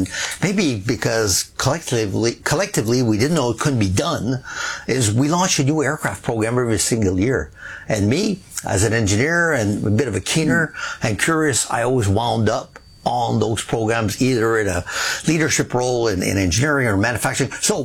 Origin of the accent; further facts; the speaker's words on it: Montreal, Quebec, Canada; born there; also born or lived in Sherbrooke; Actually, I was born right here in Montreal, at Verdun, actually. But we only lived here a couple years at the time. My father was a manager at Sun Life, so we kind of moved around. We moved to Sherbrooke